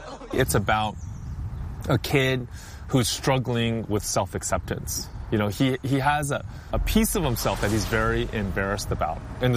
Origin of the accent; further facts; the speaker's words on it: California, United States; I am a cartoonist, and I'm from the San Francisco Bay Area.